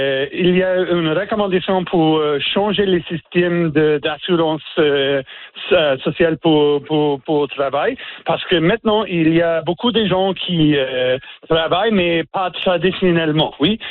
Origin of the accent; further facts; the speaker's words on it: Newfoundland and Labrador, Canada; French is a second language; chez nous, en Terre-Neuve et Labrador